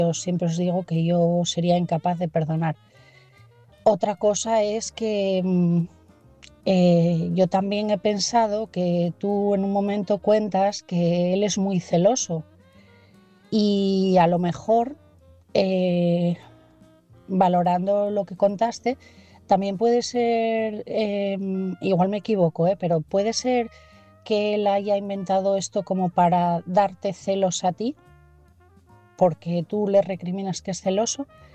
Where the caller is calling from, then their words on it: Asturias, Spain; de Asturias y mi mensaje esta noche es para Loli.